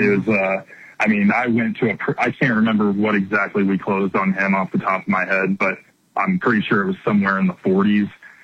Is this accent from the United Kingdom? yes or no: no; Kansas, United States; For me personally, it's Sam Stevens, and partly because I'm from Kansas, he's from Kansas, and I've actually played a round of golf with him before.